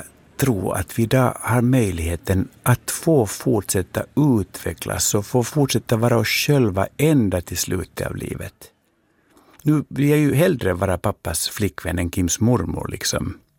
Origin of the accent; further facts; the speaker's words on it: Finland; då jag växte upp i Finland och började på 70-talet